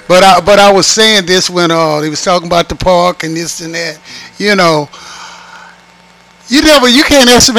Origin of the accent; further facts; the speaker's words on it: United States; And I grew up around Gillum Circle.